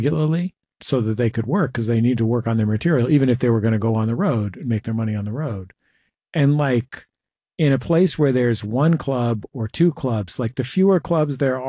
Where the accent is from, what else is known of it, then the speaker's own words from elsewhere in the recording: San Francisco, California, United States; like I grew up in San Francisco